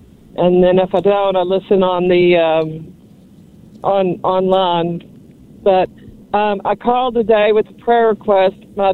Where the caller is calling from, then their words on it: Arkansas, United States; from Arkansas